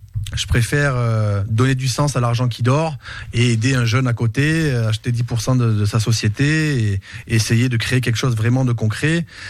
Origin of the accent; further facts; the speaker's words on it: Mirepoix, Occitanie, France; moved away as an adult; also born or lived in Toulouse / Chicago / Miami; Non mais je suis parti de Mirepoix en Ariège. J'ai fait Mirepoix, Toulouse, Chicago, Miami. Bon. Et je parlais pas l'anglais.